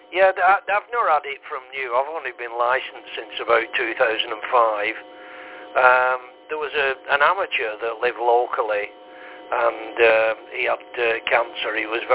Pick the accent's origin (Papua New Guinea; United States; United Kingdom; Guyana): United Kingdom; Wigan, North West England; moved away; also born or lived in West Kirby; I'm from Wigan originally, Alex, but I lived in West Kirby from 74 to about 1981.